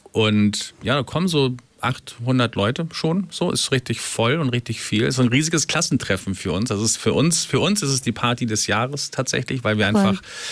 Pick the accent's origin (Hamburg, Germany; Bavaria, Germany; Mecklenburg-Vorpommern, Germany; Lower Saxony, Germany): Hamburg, Germany; Ich komme aus Hamburg, gebürtiger Hamburger, in Billstedt groß geworden und lebe jetzt in Eimsbüttel.